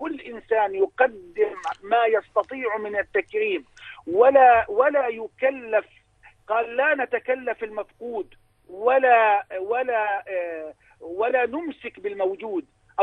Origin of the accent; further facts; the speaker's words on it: Jordan; اليوم إحنا مجتمعنا الأردني